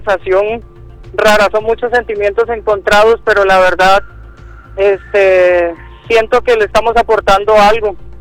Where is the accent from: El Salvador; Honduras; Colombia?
Colombia; now in Acapulco, Mexico; Nos estamos uniendo como país, como colombianos en el exterior, en general Ciudad de México y otros estados de acá